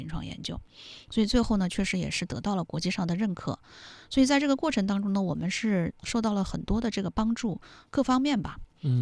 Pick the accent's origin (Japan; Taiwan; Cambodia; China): China; 我们中国人